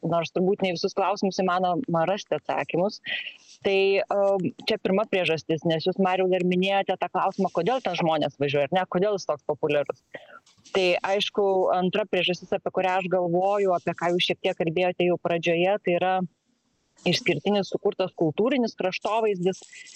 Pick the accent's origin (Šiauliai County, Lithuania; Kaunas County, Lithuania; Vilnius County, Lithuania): Vilnius County, Lithuania; Vilnius; esu Vilnietė